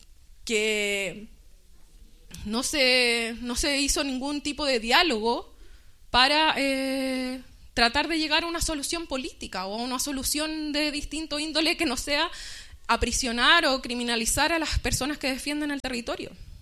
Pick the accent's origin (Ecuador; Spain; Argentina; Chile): Chile; nosotros como chilenos populares, chilenos poblacionales